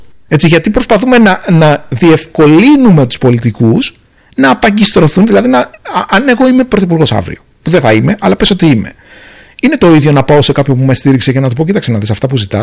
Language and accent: Greek; Greece; now in Singapore; εγώ είμαι ένας Έλληνας ο οποίος ζει στη Σιγκαπούρη, λειτουργώ από εκεί